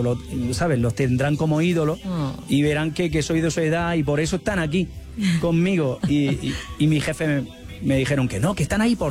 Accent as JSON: {"language": "Spanish", "town": "Almería", "region": "Andalusia", "country": "Spain", "moved": "yes", "lives_now": "Mexico", "said": "cada vez que cantaba cerca de mi tierra Almería, pues venía a verme, a las ferias, a las fiestas."}